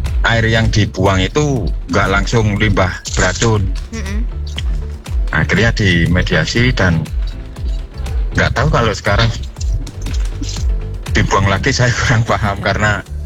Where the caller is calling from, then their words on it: East Java, Indonesia; di daerah saya itu, di Purjo Kali Songo itu, nggak ada pabrik Mbak.